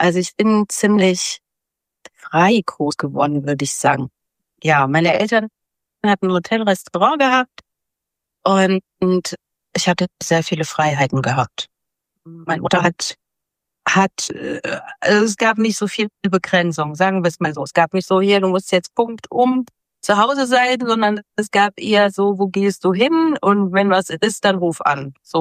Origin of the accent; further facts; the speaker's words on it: Weilmünster, Hesse, Germany; also born or lived in near Wetzlar; Ich bin auch in Wallmünster geboren und ich sollte auch da wieder eingeschult werden.